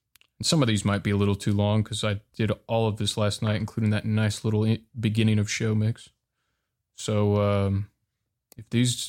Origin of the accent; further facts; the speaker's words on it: Canada; I'm a Canadian.